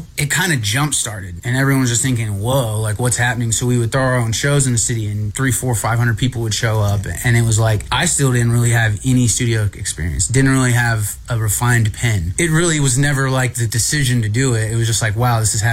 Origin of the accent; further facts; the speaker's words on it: Tulsa, Oklahoma, United States; moved away as an adult; also born or lived in Los Angeles; now in Oklahoma City, United States; And I'm from Tulsa, but moved here 18, haven't left.